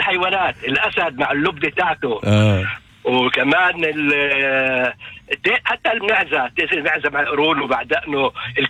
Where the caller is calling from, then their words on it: Nahf, Northern District, Israel; من العاصمة، من نحف